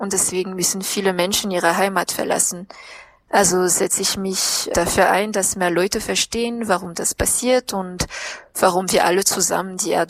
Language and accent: German; southeast, Madagascar; German is a second language; Ich komme, wie gesagt, aus dem Südosten und das ist die Nachbarregion von der Region Anjouli, heißt es.